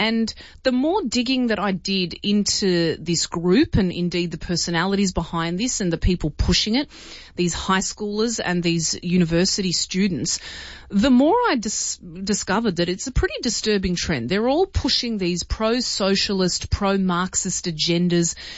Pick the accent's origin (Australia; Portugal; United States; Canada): Australia; Canberra, Australian Capital Territory; was born and raised in Canberra